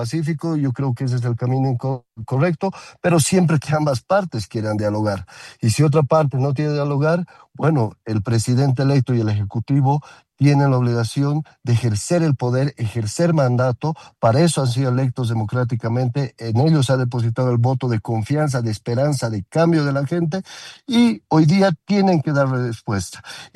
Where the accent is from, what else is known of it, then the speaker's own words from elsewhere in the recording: La Paz, Bolivia; estamos pidiendo lo que nos merecemos como paceños.